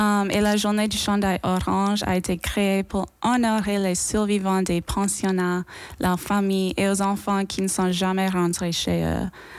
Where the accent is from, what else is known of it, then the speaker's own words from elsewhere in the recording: Florenceville, New Brunswick, Canada; first language English; French is a second language; Moi, je suis anglophone et je viens de Florenceville, au Nouveau-Brunswick, mais j'ai fait l'immersion en française